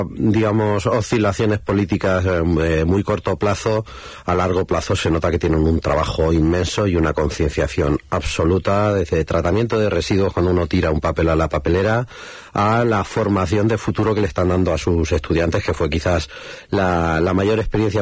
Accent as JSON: {"language": "Spanish", "town": "Puertollano", "region": "Castilla-La Mancha", "country": "Spain", "said": "que eras de España, te felicitaban por haber ganado el Mundial de Fútbol y a continuación te decían de dónde eres y cuando decías de Puerto Llano decían, ah, es que hay mucho hidrógeno"}